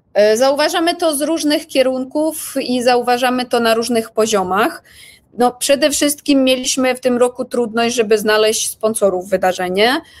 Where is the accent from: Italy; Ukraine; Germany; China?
Ukraine; now in Poland; my jako społeczność, jako Ukraińcy przede wszystkim mieszkający w Polsce, nie możemy przeczekać niepodległości Ukrainy